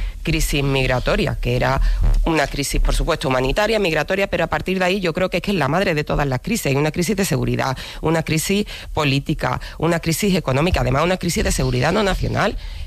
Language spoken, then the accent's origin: Spanish; Andalusia, Spain; Es que yo soy andaluza. Yo me asomo a Tarifa, extiendo la mano y parece que Marruecos está no es que parece, es que Marruecos está al lado.